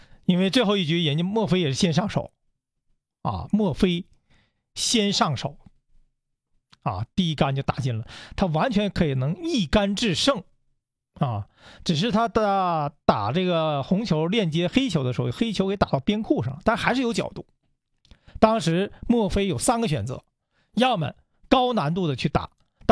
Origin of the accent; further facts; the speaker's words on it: China; 我们中国人连续2年拿到了最高荣誉